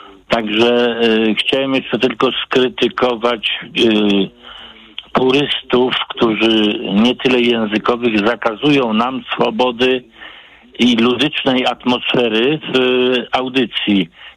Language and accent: Polish; Poznań, Greater Poland Voivodeship, Poland; now in Tychy, Poland; Rodowity Poznaniak